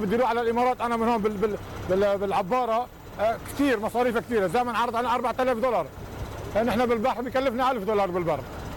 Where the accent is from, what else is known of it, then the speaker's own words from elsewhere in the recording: Lebanon; نحن كلبنانيين لا، نحن صراحة ما جينا خط تجاري، نحن جينا بالمساعدات